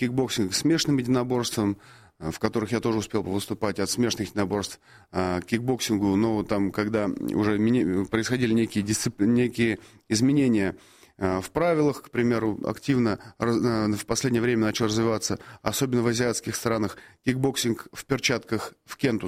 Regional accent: Russia; мы из России

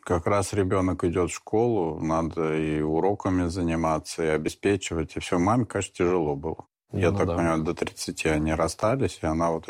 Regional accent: Dnipropetrovsk Oblast, Ukraine; мы все из Днепропетровской области.

